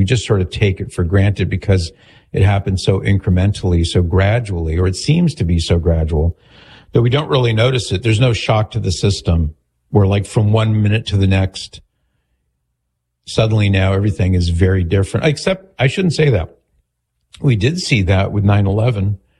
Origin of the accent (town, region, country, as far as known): United States